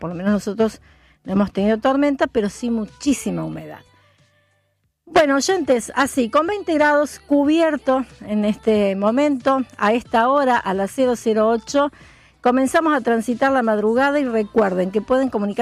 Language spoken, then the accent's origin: Spanish; Argentina; nosotros como sociedad argentina estamos y vivimos en crisis